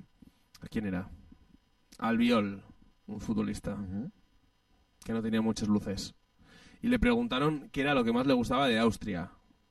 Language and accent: Spanish; Pamplona, Navarre, Spain; also born or lived in Madrid; ¿de dónde eres? Y yo, de Iruña.